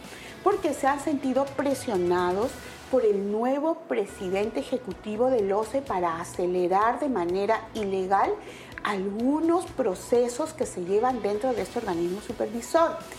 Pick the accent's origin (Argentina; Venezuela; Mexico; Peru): Peru; somos muchos los peruanos